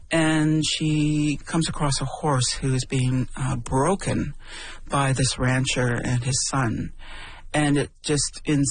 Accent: Temagami, Ontario, Canada; When I grew up in Temagami, in Northern Ontario, but I think this is true for all across Canada, really

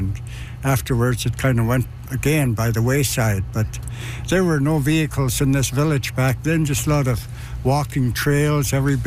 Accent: Fort McPherson, Northwest Territories, Canada; I'm from Tetlaget, Fort McPherson.

